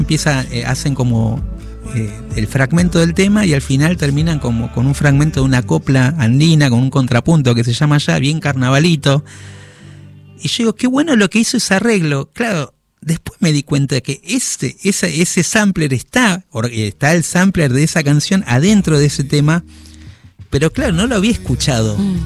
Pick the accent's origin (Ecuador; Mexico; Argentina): Argentina